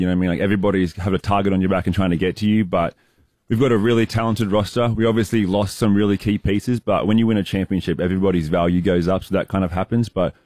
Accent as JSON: {"language": "English", "town": "Wollongong", "region": "New South Wales", "country": "Australia", "tie": "born or raised there", "said": "Yeah, I grew up in Wollongong"}